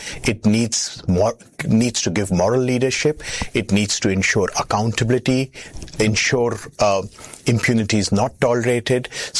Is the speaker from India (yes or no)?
yes; India; English is a second language; Let me start on a personal note. I grew up in India, and UN was all about hope